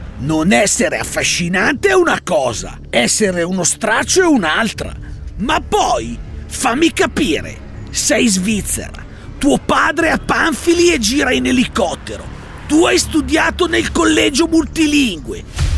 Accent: Varese, Lombardy, Italy; Uè, va che io sono di Varese, nato a Varese, vissuto a Varese, varesotto di generazione fino a perdita dei censimenti censibili.

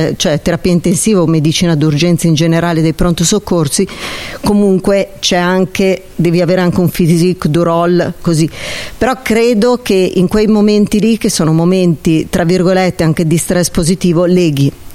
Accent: Cremona, Lombardy, Italy

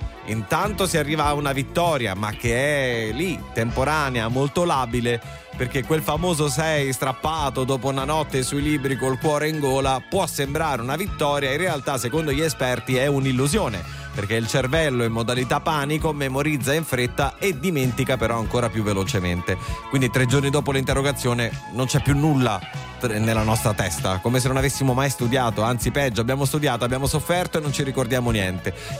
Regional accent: Sicily, Italy; come si dice da me in Sicilia.

